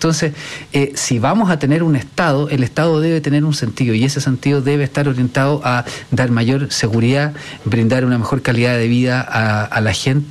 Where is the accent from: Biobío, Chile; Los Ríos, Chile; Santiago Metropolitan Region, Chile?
Santiago Metropolitan Region, Chile; Santiago; born or raised there